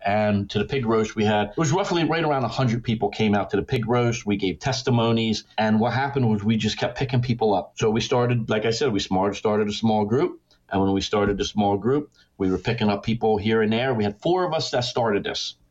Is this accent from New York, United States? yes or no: no; New Jersey, United States; born there; I was born in New Jersey